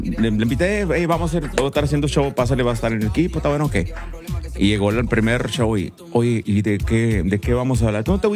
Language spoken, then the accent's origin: Spanish; Gustavo Díaz Ordaz, Tamaulipas, Mexico; moved away; Yo soy originario de Díaz Ordaz, Tamaulipas.